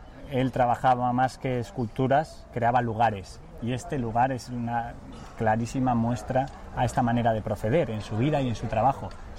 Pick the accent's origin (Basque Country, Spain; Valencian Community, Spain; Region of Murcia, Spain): Basque Country, Spain; tan nuestro además, tan vasco